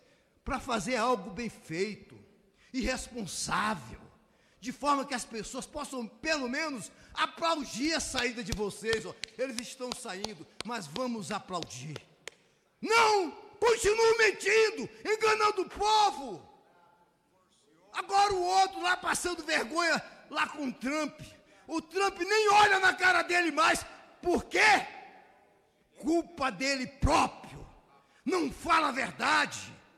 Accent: Amazon, Brazil; Eu sou da Amazônia, operei muitos anos na Amazônia.

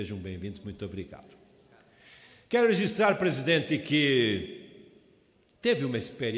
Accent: Santa Cruz do Sul, Rio Grande do Sul, Brazil; no município de Santa Cruz do Sul, a minha terra natal

